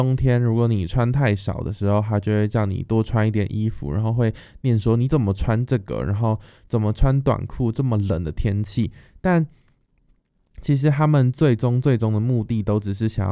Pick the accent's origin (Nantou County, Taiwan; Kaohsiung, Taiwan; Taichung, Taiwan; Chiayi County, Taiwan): Nantou County, Taiwan; born there; moved away as an adult; also born or lived in Taipei; 我自己的故事是我从小刚出生的时候，刚出生大概一个礼拜的时候，我就被奶奶接回去南投那边，所以其实从小到大几乎都是我奶奶照顾我长大，直到我国小的时候有回来台北读书